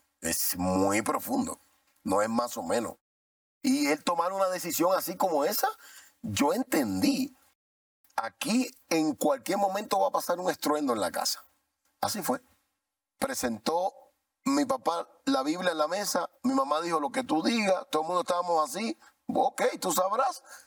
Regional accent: Cuba; moved away; el país de donde yo soy, que es Cuba

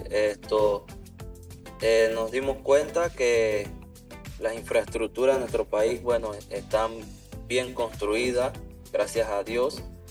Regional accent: Panama; nosotros los panameños, a la hora de juntarnos para ayudar, me di cuenta que somos bien solidarios.

